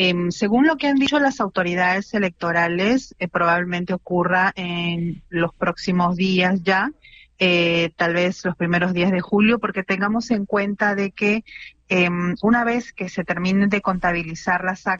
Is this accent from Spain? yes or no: no; Peru